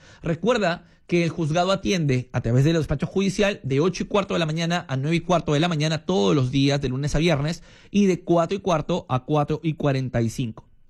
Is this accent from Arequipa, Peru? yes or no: no; Chiclayo, Lambayeque, Peru; moved away; Saludos a mi tierra hermosa, linda, que será visitada por el Papa Chiclayo